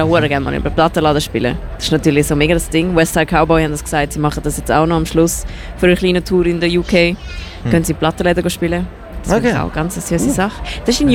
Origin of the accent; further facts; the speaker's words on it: Eastern Switzerland, Switzerland; ich komme aus Ostschweiz.